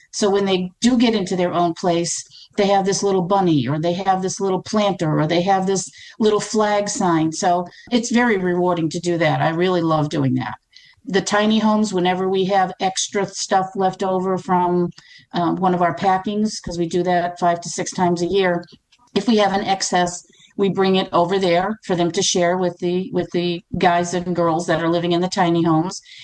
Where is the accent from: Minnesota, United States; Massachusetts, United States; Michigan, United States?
Massachusetts, United States; moved away as an adult; now in Myrtle Beach, United States; in 2008, here in Myrtle Beach, because we're originally from Massachusetts. So that all started back in Massachusetts. And then when we moved to Myrtle Beach